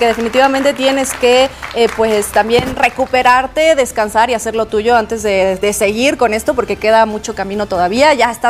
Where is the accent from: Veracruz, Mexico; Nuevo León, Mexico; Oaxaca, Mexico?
Nuevo León, Mexico; Monterrey; moved away; yo soy de Monterrey